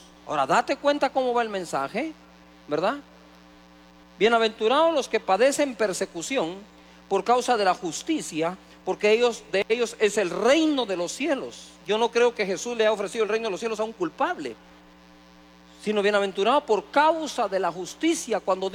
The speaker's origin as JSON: {"language": "Spanish", "country": "Guatemala"}